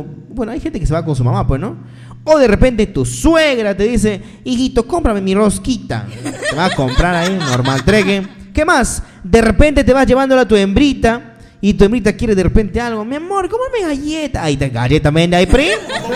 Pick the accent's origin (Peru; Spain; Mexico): Peru; Peruvian Amazon; nosotros los selváticos como que le hacemos una joda a algunas palabras